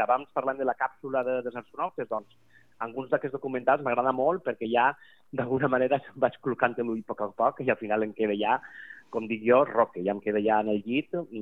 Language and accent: Catalan; Albaida, Valencian Community, Spain; no només el meu poble, sinó tota aquesta contornada de les comarques centrals del País Valencià, és una meravella i convida que passeu per allà. I al meu poble heu de visitar, si anau al Baida, el Museu Internacional de Titelles